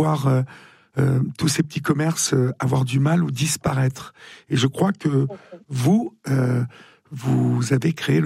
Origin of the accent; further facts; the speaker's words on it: Évreux, Normandy, France; Voilà, je suis originaire d'Évreux, donc j'ai connu le centre-ville d'Évreux avant qu'il n'y ait ces grands malls qui se construisent autour.